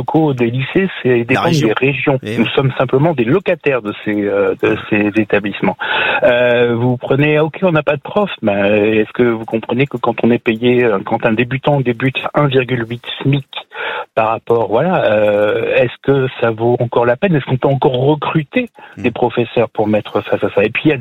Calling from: Lille, Hauts-de-France, France; je suis à Lille

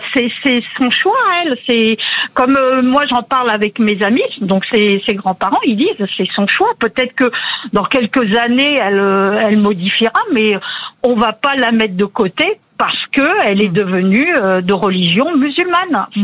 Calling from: Pithiviers, Centre-Val de Loire, France; je vous appelle du 45 à Pithiviers.

